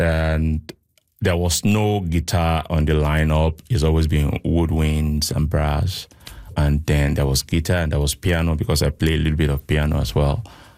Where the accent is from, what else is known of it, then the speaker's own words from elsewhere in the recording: Nigeria; moved away as an adult; now in Calgary, Canada; I grew up in Nigeria.